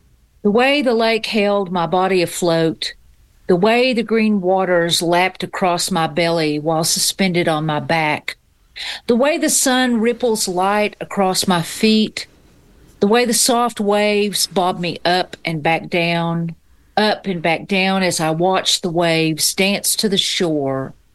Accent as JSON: {"language": "English", "town": "Knoxville", "region": "Tennessee", "country": "United States", "tie": "born or raised there", "lives_now": "Whitley County, United States", "said": "I live here now. I live in Whitley County now. I grew up in Knoxville, Tennessee."}